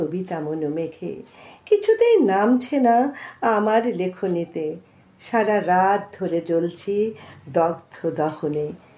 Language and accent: Bangla; Jalpaiguri, West Bengal, India; moved away; আমাদের বাড়ি ছিল জলপাইগুড়িতে, ওখানে আমার বাবা রেলে কাজ করতেন, আসামে ছিলেন, কিন্তু আমাদের বাড়ি হচ্ছে জলপাইগুড়িতে। এখন তো আর নেই, বাবা মাও নেই।